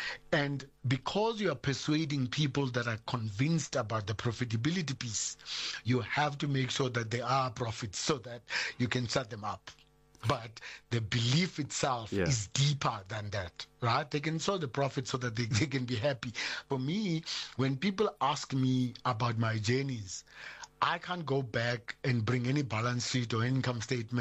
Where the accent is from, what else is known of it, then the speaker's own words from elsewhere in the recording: South Africa; both either in my Xhosa tradition, or when I extend it to being a South African, or extend it to being an African